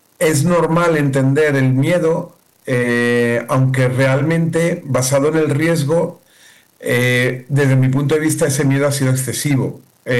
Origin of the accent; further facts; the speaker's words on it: Galicia, Spain; yo en concreto dentro de España soy gallego